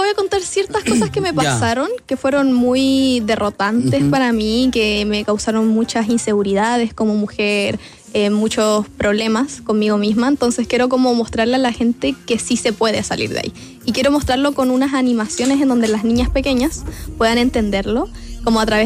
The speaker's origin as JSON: {"language": "Spanish", "country": "Chile"}